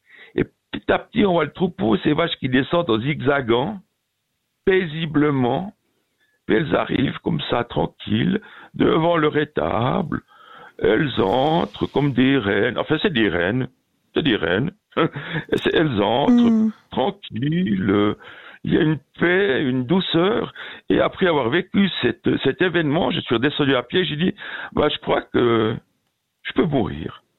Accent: Tramelan, Bern, Switzerland; Moi, je viens de village du Jura.

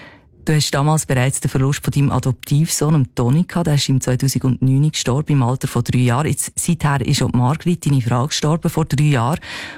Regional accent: Switzerland; als Schweizerin wie ich

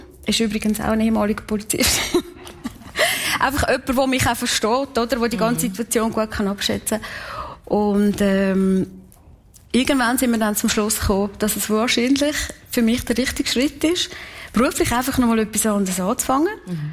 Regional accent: Kaltbrunn, St. Gallen, Switzerland; weil ich bin in Kalbrunn aufgewachsen. Ich bin ein Kalbrunner, durch und durch.

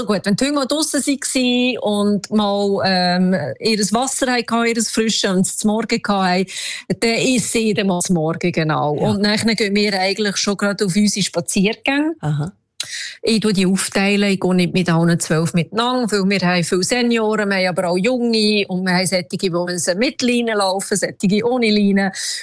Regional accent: Romandy, Switzerland; first language French; German is a second language; moved away as an adult; now in Sweden; ich bin ja gebürtige Welsche, also Französisch meine Muttersprache

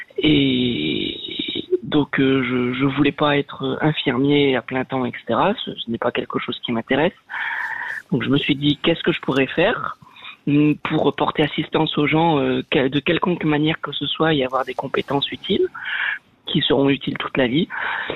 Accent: France; Moi, je suis de nationalité française, je suis français.

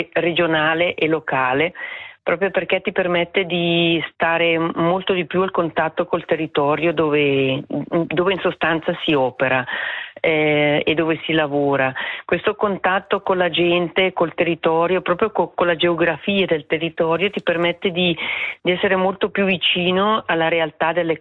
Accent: Bellinzona, Ticino, Switzerland; born there; now in Blenio Valley, Switzerland; Ma io adoro vivere qua, è sempre piaciuta la montagna, sono nata a Bellinzona, fa più di 30 anni che giro e adesso abito in Valle di Blegno dal 95, non tornerei in un centro cittadino, mi piace troppo la montagna.

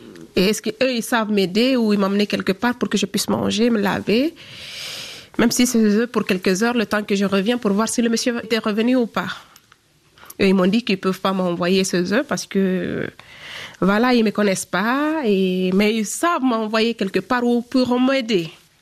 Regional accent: Guinea

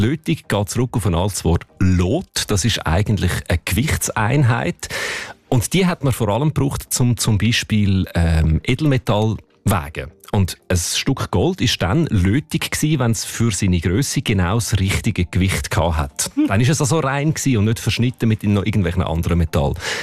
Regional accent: Zurich, Switzerland; Oder geht mir ja ähnlich, auch als Zürcher

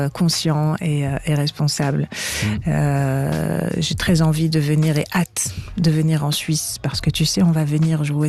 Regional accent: Morocco; je suis marocaine

